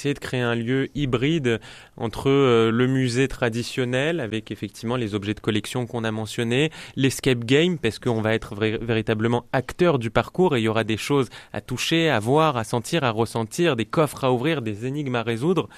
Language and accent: French; Paris, Île-de-France, France; moi je suis parisien, personne n'est parfait